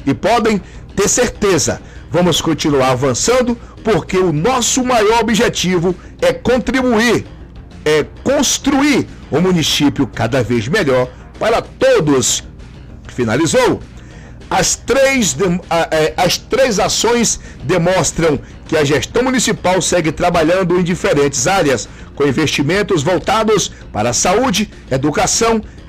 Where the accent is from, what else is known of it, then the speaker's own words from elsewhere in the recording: Bahia, Brazil; lá da minha cidade, São João do Paraíso